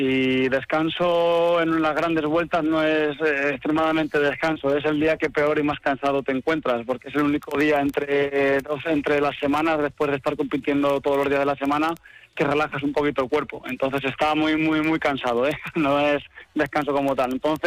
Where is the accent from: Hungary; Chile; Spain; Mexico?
Spain; Albacete province, Castilla-La Mancha; born there; pasó por Motilleja y yo estaba ahí viéndola al lado de mi pueblo